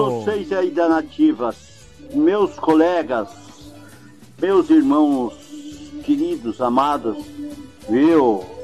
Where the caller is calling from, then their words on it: Chapecó, Santa Catarina, Brazil; aqui de Chapecó